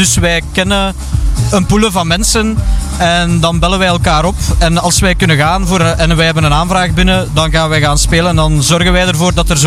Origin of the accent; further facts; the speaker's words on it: Flanders, Belgium; Ik zelf ben van Outer.